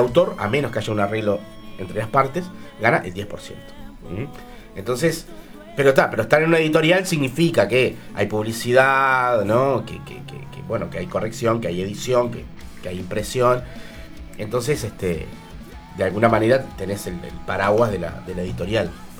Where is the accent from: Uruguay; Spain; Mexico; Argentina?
Uruguay; Parque del Plata, Canelones; now in Atlántida, Uruguay; Yo soy de Parque del Plata Norte. Digo, si tengo que definir, sí. Soy de Parque del Plata Norte, de la estación Parque del Plata. Bien cerquita del arroyo, Solís Chico. Los avatares de la vida me han ido llevando por diferentes lugares y ahora volví a Atlántida, muy cerquita de Parque del Plata